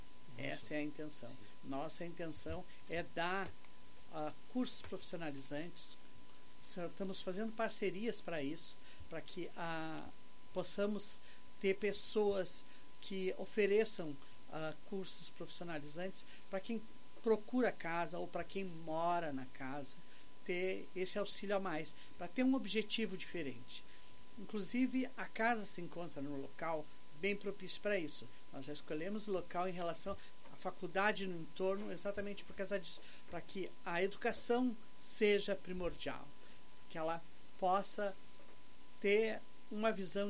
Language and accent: Portuguese; Pelotas, Rio Grande do Sul, Brazil; born there; eu sou pelotense de nascença, passei alguns anos viajando quase todo o país, mas foi idas e voltas, momentos e oriunda de periferia.